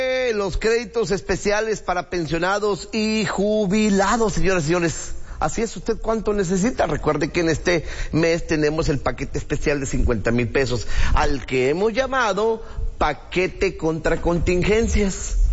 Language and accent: Spanish; Mexico; como buenos mexicanos siempre decimos, no me va a pasar.